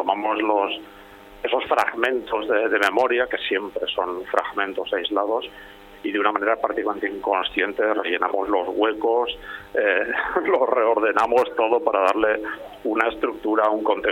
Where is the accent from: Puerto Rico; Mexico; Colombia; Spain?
Spain; Ribadesella, Asturias; la casa donde yo nací y me crié en Ribadesella